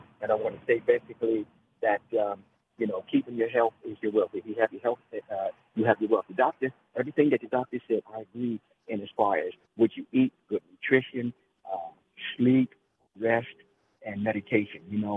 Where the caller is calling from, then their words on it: Washington, District of Columbia, United States; I'm calling from Washington, D.C.